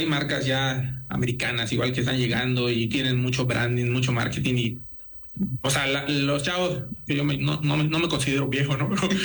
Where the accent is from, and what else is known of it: Yucatán, Mexico